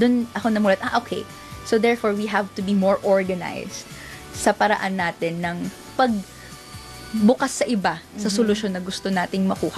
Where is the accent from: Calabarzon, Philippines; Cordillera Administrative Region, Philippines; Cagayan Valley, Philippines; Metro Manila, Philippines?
Metro Manila, Philippines; Malabon; taga Malabon po ako.